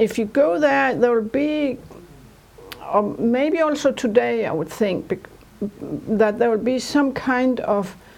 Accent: Jutland, Denmark; English is a second language; I'm a really from Jutland, not from Copenhagen.

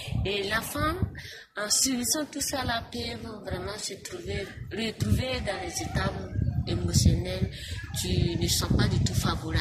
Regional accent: Burkina Faso; Chez nous au Burkina Faso, surtout en Afrique.

